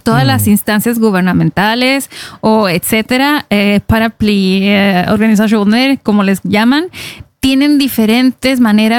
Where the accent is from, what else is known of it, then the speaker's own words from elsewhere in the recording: Baja California, Mexico; somos vecinos a muchos kilómetros, pero somos baja californianos los dos.